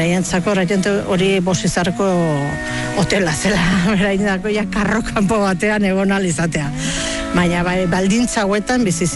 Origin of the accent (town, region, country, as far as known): Lesaka, Navarre, Spain; born there; also born or lived in Dixon, California, United States